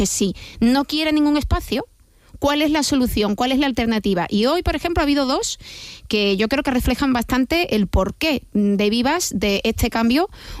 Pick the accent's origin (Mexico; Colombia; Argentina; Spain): Spain; Andalusia; como sabéis, yo soy de Andalucía